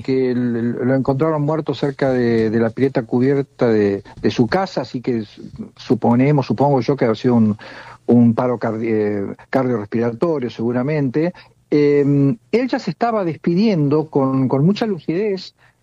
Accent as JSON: {"language": "Spanish", "town": "La Plata", "region": "Buenos Aires Province", "country": "Argentina", "said": "yo soy platense y vi el origen, digamos, de la banda y asistí a los primeros conciertos."}